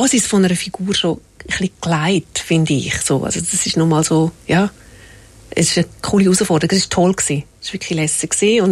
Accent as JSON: {"language": "German", "town": "Horgen", "region": "Zurich", "country": "Switzerland", "tie": "born or raised there", "said": "Ich bin in Horgen aufgewachsen."}